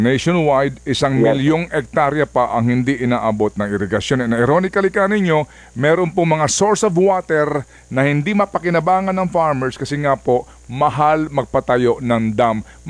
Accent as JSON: {"language": "Tagalog", "region": "Eastern Visayas", "country": "Philippines", "said": "doon sa amin sa Leyte"}